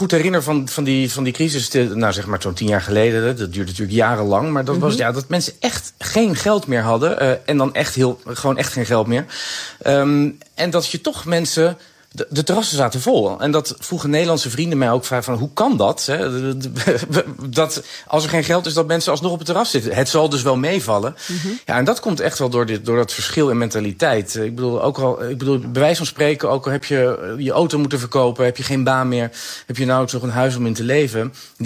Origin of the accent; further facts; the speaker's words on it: Netherlands; now in Greece; Wij zouden ons als Nederlanders